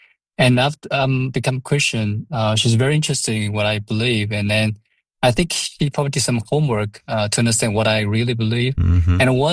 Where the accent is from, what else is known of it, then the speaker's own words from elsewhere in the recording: China; English is a second language; Actually, I grew up in China, a small village in north, middle part of China.